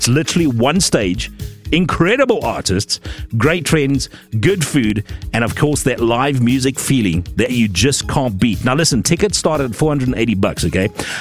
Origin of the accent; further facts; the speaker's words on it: South Africa; because we are South African.